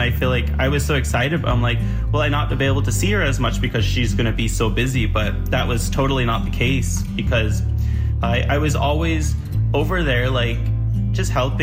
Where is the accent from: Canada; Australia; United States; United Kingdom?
Canada; Six Nations of the Grand River, Ontario; and I'm from Six Nations of the Grand River Reserve. I'm Onondaga on my mom's side and Anishinaabe on my dad's side.